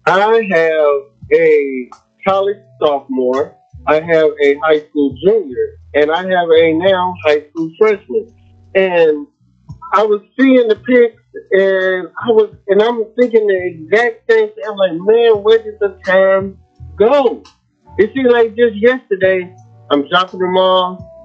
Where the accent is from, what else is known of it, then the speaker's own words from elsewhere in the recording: Texas, United States; I'm from Texas.